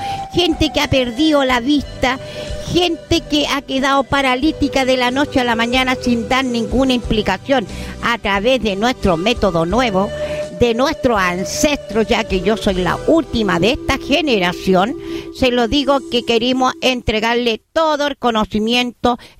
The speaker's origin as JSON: {"language": "Spanish", "country": "Chile", "said": "entonces nosotros como buenos chilenos los ponemos las pilas"}